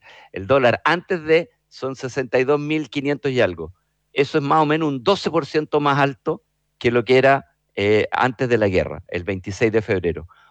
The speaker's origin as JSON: {"language": "Spanish", "country": "Chile", "said": "una cosa que es importante entender es que el precio que nosotros como chilenos pagamos es una mezcla entre el precio del petróleo y el valor de la divisa"}